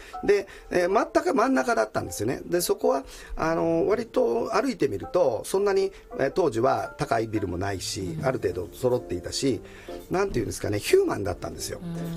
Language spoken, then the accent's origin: Japanese; Osaka, Japan; 私は大阪で生まれ育って